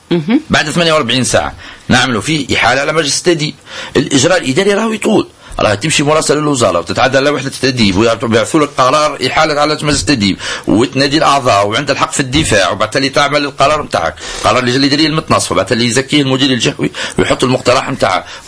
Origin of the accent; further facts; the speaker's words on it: Tataouine, Tataouine Governorate, Tunisia; وكي نصغرها أكثر شوي احنا أولاد تطاويل ونخدموا في أهل تطاويل وعايشين في تطاويل